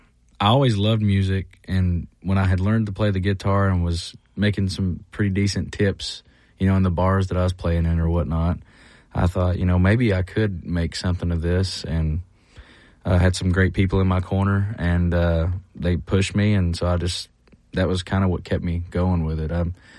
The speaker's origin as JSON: {"language": "English", "town": "Byrdstown", "region": "Tennessee", "country": "United States", "tie": "born or raised there", "said": "this is a song off the record, kind of about the road I grew up on in Byrdstown, Tennessee, and it's called"}